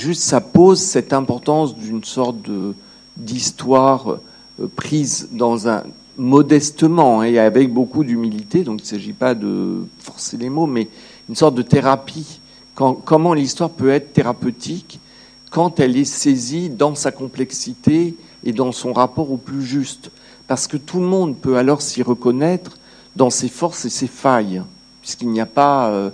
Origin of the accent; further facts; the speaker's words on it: France; Je suis un nous éloigné parce que je suis française de nationalité